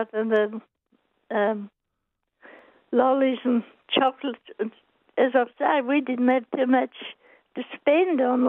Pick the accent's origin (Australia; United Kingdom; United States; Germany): Australia; Bindoon, Western Australia; I'm from Bindoon, yes.